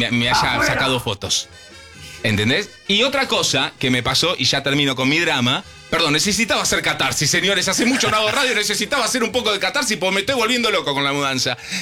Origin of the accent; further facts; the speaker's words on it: San Martín, Buenos Aires Province, Argentina; porque los que venimos de San Martín, del conurbano, y venimos de casas, sabemos que las casas tenían otro grosor, las paredes, ¿viste?